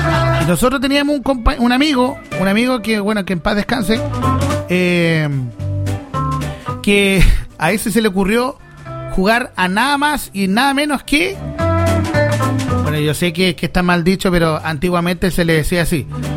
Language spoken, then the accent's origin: Spanish; Los Ángeles, Biobío, Chile; born there; en la población que yo crecí, La población estaba poblada hasta cierto lugar y de ahí para atrás había en puro potrero. Supongamos, mire, acuérdense los que son nacidos y criados acá en Los Ángeles.